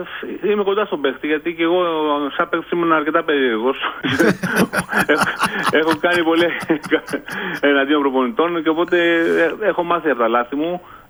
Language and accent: Greek; Greece; σαν Έλληνας. Θέλω να το πάρει μια ελληνική ομάδα